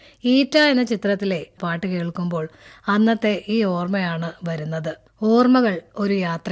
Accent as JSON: {"language": "Malayalam", "town": "Mankada Pallippuram", "region": "Kerala", "country": "India", "tie": "born or raised there", "said": "ഞാൻ ജനിച്ചു വളർന്നത് മങ്കട പള്ളിപ്പുറത്താണ്."}